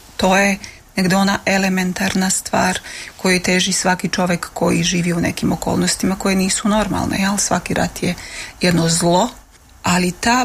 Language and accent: Serbian; Bosnia & Herzegovina; Pa s obzirom da sam rasla u Bosni i dug je to i nekako nestandardan put bio moj razvojni put.